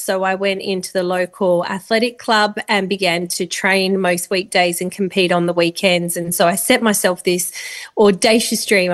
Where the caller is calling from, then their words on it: Perth, Western Australia, Australia; From Perth, Western Australia.